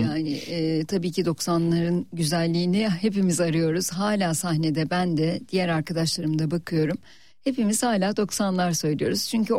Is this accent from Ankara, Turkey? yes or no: yes; Ankara, Turkey; memleketimden Ankara'ya da kucak dolusu sevgiler gönderiyorum.